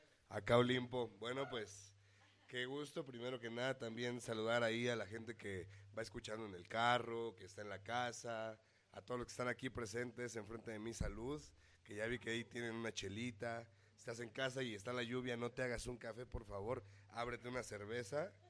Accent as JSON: {"language": "Spanish", "region": "Michoacán", "country": "Mexico", "said": "soy un cantautor michoacano, tengo 26 añitos apenas"}